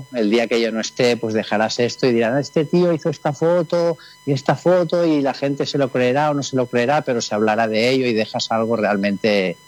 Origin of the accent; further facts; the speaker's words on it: Catalonia, Spain; Sí, sí, como catalanes es algo que se nos pone la piel de gallina, ¿no?